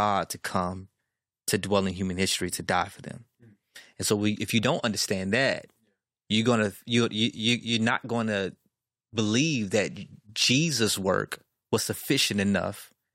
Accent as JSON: {"language": "English", "town": "Chicago", "region": "Illinois", "country": "United States", "said": "it's my Chicago Bulls cap, because I'm from Chicago."}